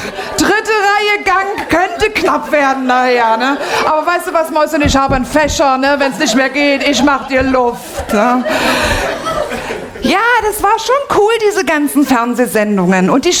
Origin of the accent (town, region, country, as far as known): Dresden, Saxony, Germany